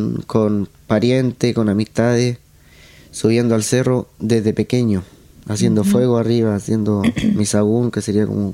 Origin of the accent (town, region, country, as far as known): Penco, Biobío, Chile; born or raised there; also born or lived in Chiguayante